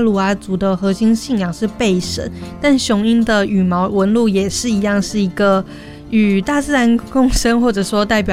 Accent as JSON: {"language": "Chinese", "region": "central Taiwan", "country": "Taiwan", "said": "因为我也是中部人，所以我也很少去高雄。"}